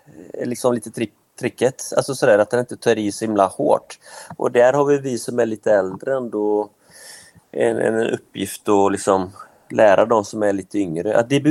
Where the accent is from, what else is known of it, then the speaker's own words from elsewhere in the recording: Västra Götaland County, Sweden; born there; Jag är ju född på en utanför Göteborg.